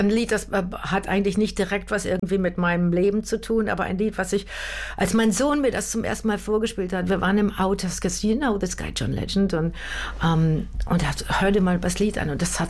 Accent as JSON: {"language": "German", "country": "Germany", "moved": "as an adult", "said": "als Deutsche in London"}